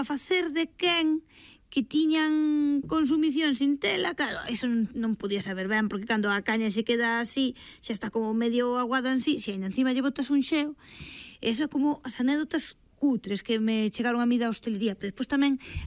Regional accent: Cedeira, Galicia, Spain; Sí, son de Cedeira, sí.

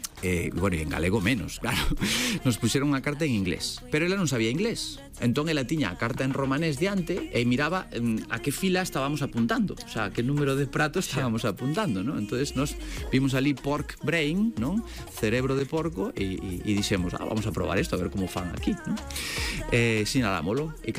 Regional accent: Galicia, Spain; Somos raritos, somos vimos de Galicia, que nos vas contar, señora.

